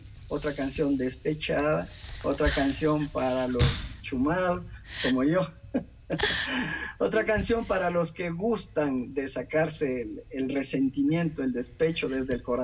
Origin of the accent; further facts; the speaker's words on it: Pimampiro, Imbabura, Ecuador; Del cantón más bonito de Imbabura, mi reina. Es el cantón Pimampiro